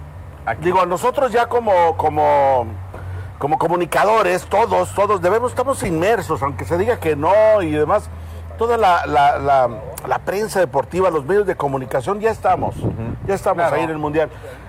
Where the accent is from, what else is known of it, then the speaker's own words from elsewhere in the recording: Mexico; ya quiero regresar a México, ya quiero estar en mi país, ya quiero estar con mi familia.